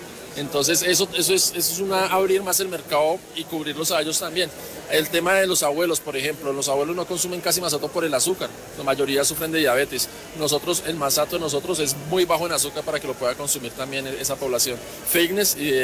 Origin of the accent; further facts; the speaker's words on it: Bogotá, Colombia; born there; Mi papá tiene herencia caldense y soy rolo por parte de mamá, pero yo soy nacido aquí en Bogotá, amo Bogotá.